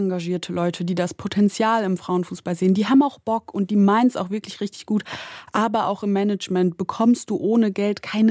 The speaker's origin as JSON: {"language": "German", "town": "Bocholt", "region": "North Rhine-Westphalia", "country": "Germany", "said": "Ich komme auch aus Bocholt und die Stadt hat generell viele Fußballvereine für eine Kleinstadt."}